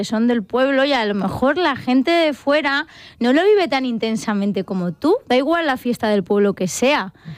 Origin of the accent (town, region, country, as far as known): Madridejos, Castilla-La Mancha, Spain